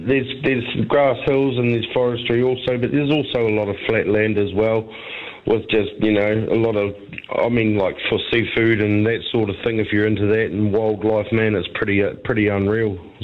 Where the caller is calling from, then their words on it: Southland, New Zealand; I'm from Southland